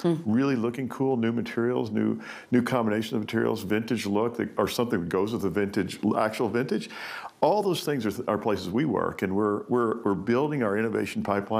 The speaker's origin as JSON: {"language": "English", "region": "Kentucky", "country": "United States", "said": "even though I'm from Kentucky"}